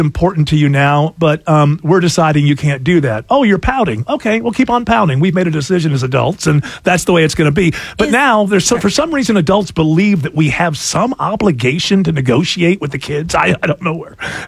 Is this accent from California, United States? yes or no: no; Utah, United States; I'm sure if somebody listening, well, I grew up in Utah.